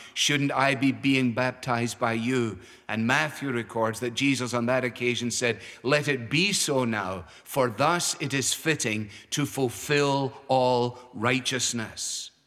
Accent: Scotland, United Kingdom; Even as a Scotsman

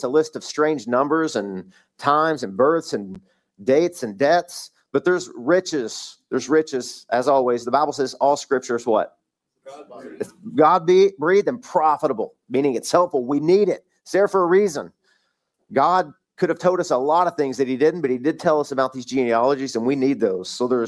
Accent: United States; I'm American. I'm English.

